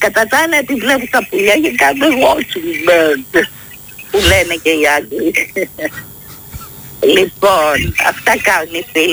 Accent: Cyprus

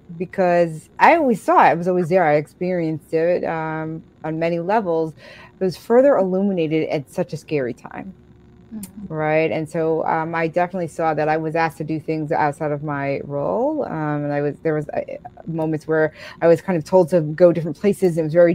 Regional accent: New York City, New York, United States; I'm from the Bronx, in the Bronx.

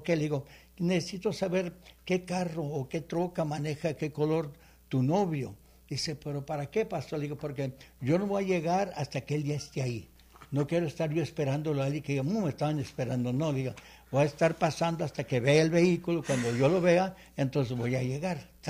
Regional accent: El Paso, Texas, United States; del Paso, Texas, de donde yo vengo

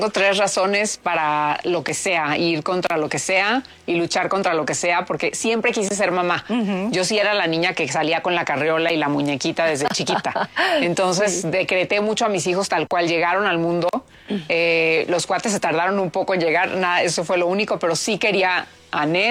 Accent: Mexicali, Baja California, Mexico; Entonces yo crecí en los camerinos de Telemundo Los Ángeles, en el teatro en Mexicali, porque yo crecí en Mexicali.

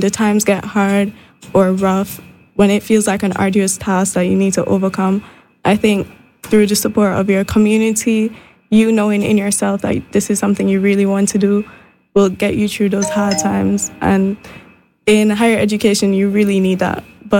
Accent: Montserrat; but I know I got because I was raised in Montserrat

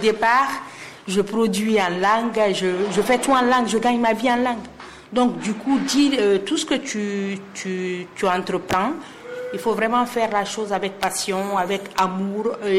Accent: Conakry, Guinea; born or raised there

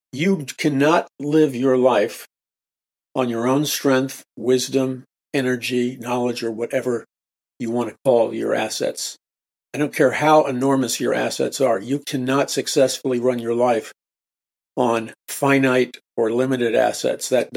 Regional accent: United States; And I remember growing up in America, many of you do too

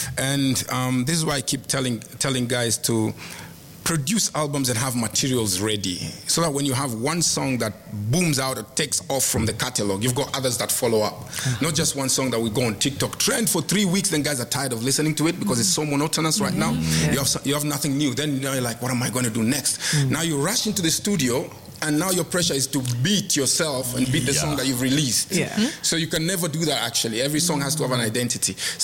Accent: Kenya; Guys associated me with Uganda. The Ugandan culture. So I was like, how am I going to tell people that I'm from Kenya?

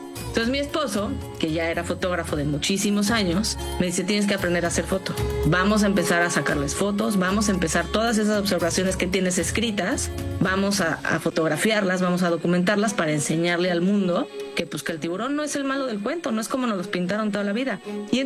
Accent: Cancún, Quintana Roo, Mexico; moved away as an adult; now in Playa del Carmen, Mexico; Yo soy de Cancún, pero por el tema de los tiburones toro, decidí moverme ya a tiempo completo a playa, hace ya poco más de 10 años

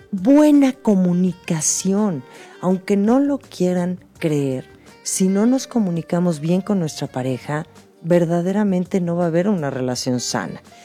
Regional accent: Mexico; que podamos seguir celebrándonos como mexicanos.

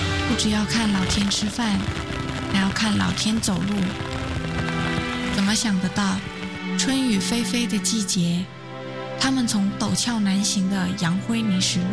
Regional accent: Northern Thailand, Thailand; moved away as an adult; also born or lived in Hualien, Taiwan; 我回到泰北，我的故乡，

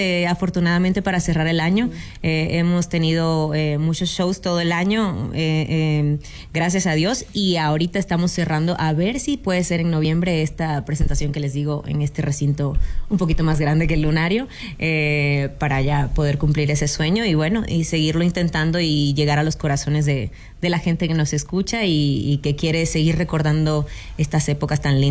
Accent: Venezuela; Yo, por ejemplo, soy venezolana

